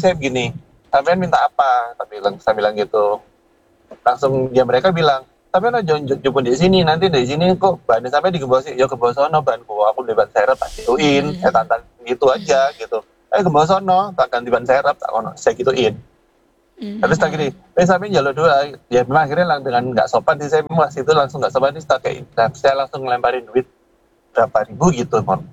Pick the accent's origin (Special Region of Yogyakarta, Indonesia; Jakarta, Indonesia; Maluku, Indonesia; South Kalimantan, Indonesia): Jakarta, Indonesia; Ya soalnya kalau saya di saya ini kan dari Jakarta, cuman kalau saya misalkan mau ke Bandung contoh, itu agak lumayan PR Pak.